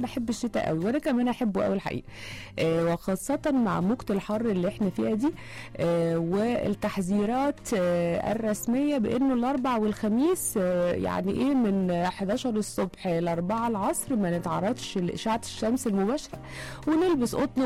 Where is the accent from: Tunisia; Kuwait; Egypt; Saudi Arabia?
Egypt; كلنا كمصريين